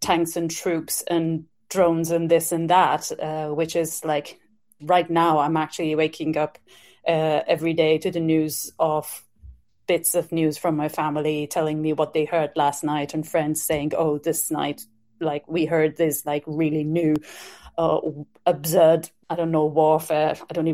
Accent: Iran; moved away; growing up in Iran

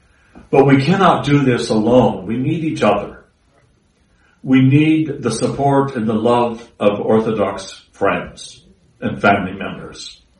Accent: Spokane, Washington, United States; born there; now in Vashon Island, United States; I can remember when I was in grade school in Spokane

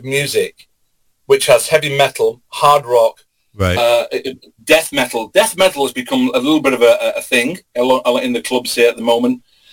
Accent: England, United Kingdom; accent: English; I hope my English accent doesn't get your listeners wondering how to listen to what I'm saying, mate.

